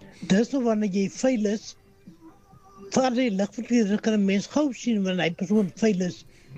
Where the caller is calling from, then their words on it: Kraaifontein, Western Cape, South Africa; Middag Willem … hierso van Kraaifontein.